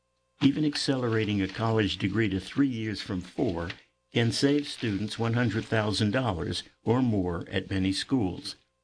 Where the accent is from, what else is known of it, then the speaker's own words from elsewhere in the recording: Florida, United States; By contrast, my home state of Florida has been growing like a flower in springtime.